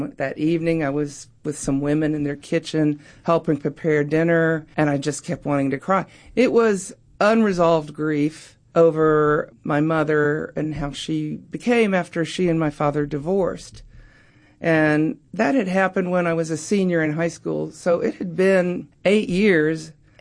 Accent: Oak Ridge, Tennessee, United States; the geography part comes from my home where I grew up in East Tennessee. I grew up in Oak Ridge, and then going to Africa

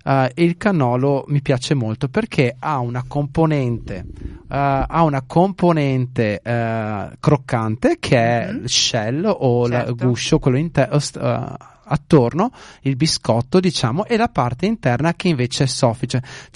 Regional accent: Italy; now in Australia; in Italia, nel nostro caro Nord-Est.

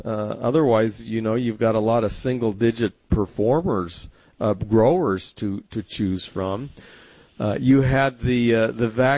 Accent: San Diego, California, United States; Well, I grew up in San Diego, which obviously is a very sunny place.

